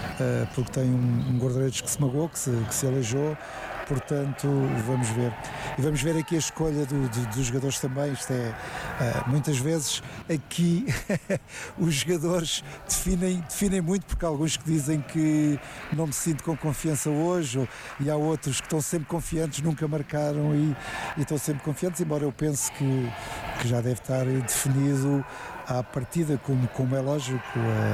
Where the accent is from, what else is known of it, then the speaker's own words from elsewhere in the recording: Portugal; para nós somos portugueses, como é lógico